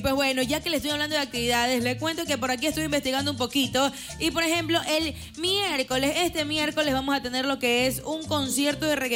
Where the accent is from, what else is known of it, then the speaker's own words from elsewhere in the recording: Guayaquil, Guayas, Ecuador; Yo nací en el centro.